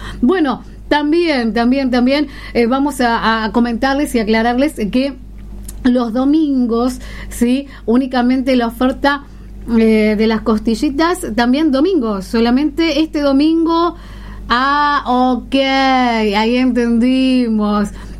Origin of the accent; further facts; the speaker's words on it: Buenos Aires Province, Argentina; yo soy de ahí, del 35 también.